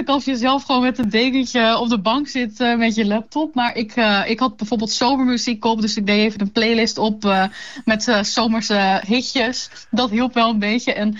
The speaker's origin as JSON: {"language": "Dutch", "town": "Leeuwarden", "region": "Friesland", "country": "Netherlands", "moved": "as an adult", "lives_now": "Nijmegen, Netherlands", "said": "ik ben zelf net verhuisd uit Leeuwarden, maar ik kom uit Leeuwarden en ik heb lang in de binnenstad gewoon."}